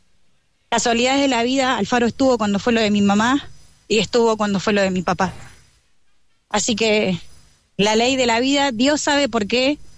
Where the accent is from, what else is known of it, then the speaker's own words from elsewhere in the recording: Paraguay; No, nosotros somos paraguayos. Mi mamá le inculcó siempre todo lo que es las raíces.